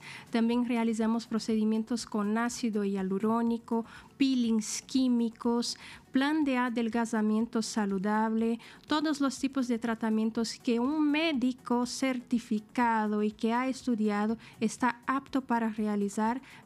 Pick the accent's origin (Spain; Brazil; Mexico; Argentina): Brazil; São Paulo; moved away as an adult; now in Santa Cruz de la Sierra, Bolivia; Soy de Brasil, San Paulo, pero vivo hace 9 años en esta ciudad maravillosa